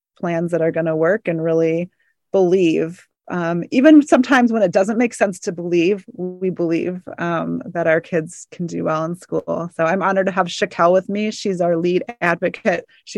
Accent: Illinois, United States; now in Ypsilanti, United States; I personally live in Ypsilanti, and I grew up in Illinois, actually

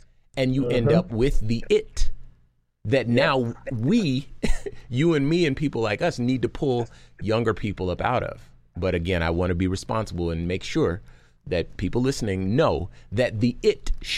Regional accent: Compton, California, United States; So I'm from Compton, California, right?

